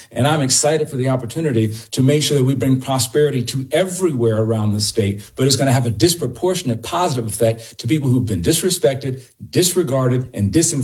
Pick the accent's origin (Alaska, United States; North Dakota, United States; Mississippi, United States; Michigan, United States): Michigan, United States; Detroit; I was raised in Detroit, and the same houses that I passed by as a little boy that were burned during Devil's Night